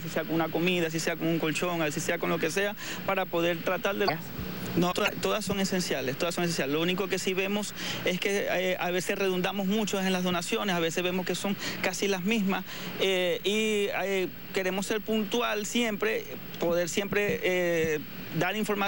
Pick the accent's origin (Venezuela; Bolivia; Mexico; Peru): Venezuela; Ciudad Ojeda, Zulia; Nosotros venimos de Ciudad Ojeda, Zul